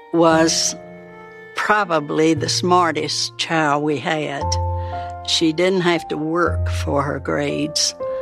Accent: Mississippi, United States; I'm from Mississippi.

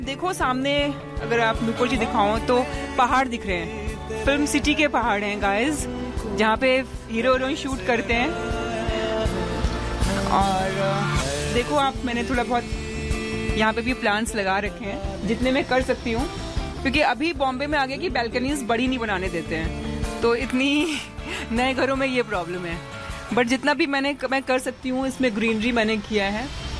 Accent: Lucknow, Uttar Pradesh, India; moved away as an adult; now in Mumbai, India; मैं लखनऊ शहर से हूँ, मेरी पढ़ाई लिखाई सब स्कूलिंग सब लखनऊ से ही हुआ और कॉलेज भी मैंने वहीं से किया।

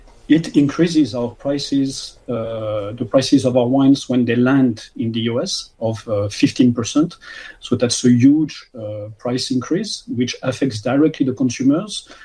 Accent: Bourgogne-Franche-Comté, France; I am from Bourgogne, Burgundy

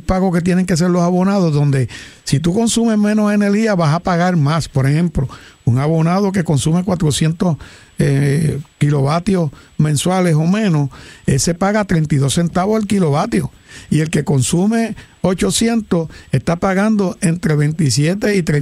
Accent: Puerto Rico

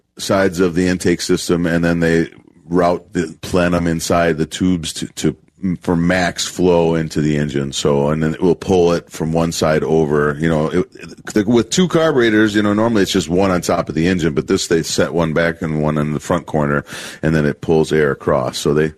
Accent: Janesville, Wisconsin, United States; Well, I grew up in Janesville as a GM town

